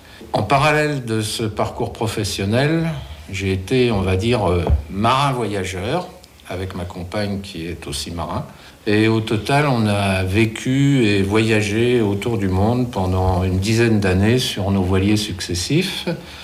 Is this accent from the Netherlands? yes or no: no; Brittany, France; born there; je suis breton d'origine